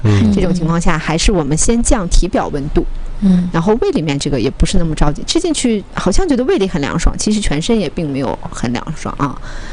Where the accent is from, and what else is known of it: China